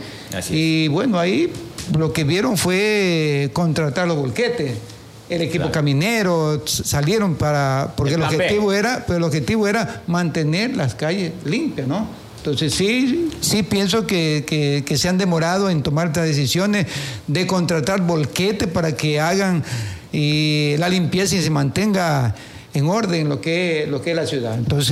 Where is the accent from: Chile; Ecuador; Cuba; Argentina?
Ecuador; Quevedo, Los Ríos; soy de San Camilo